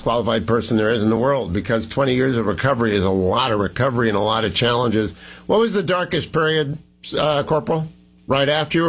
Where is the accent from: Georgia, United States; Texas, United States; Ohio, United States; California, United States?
Ohio, United States; I'm from Ohio. We're from God's country.